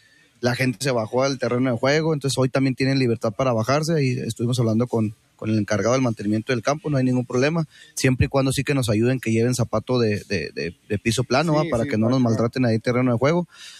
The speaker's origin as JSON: {"language": "Spanish", "country": "Mexico", "said": "sin hablar con el corazón de que somos mexicanos"}